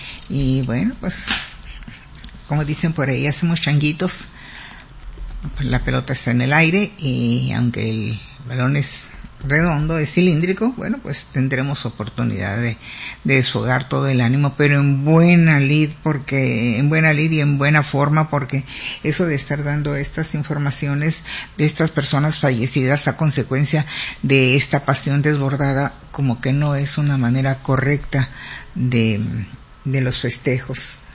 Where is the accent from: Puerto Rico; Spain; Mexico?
Mexico; Somos mexicanos